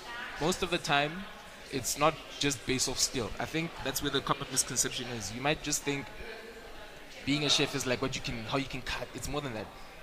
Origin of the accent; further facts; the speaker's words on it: South Africa; we South Africans